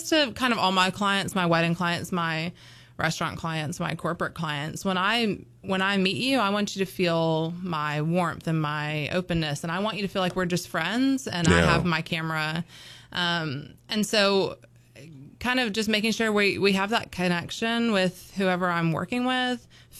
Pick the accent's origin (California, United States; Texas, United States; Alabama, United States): Alabama, United States; Birmingham; I grew up in Birmingham, and my grandma is from a really small town called Grove Hill, and it's in South Alabama, and we used to go there every summer